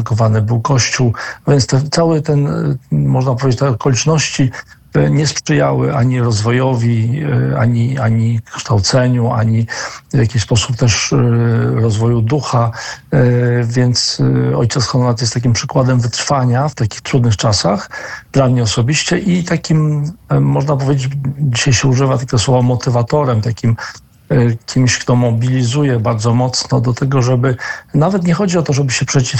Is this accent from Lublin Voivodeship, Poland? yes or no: yes; Biała Podlaska, Lublin Voivodeship, Poland; born there; jest moim ziomkiem, dlatego że urodziliśmy się w tym samym mieście Białej Podlaskiej, więc tym bardziej jest dla mnie bliskim.